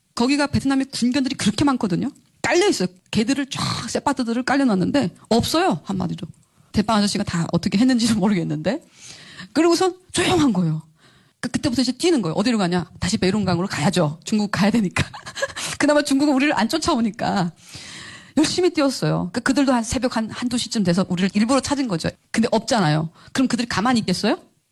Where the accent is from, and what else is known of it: North Korea; now in South Korea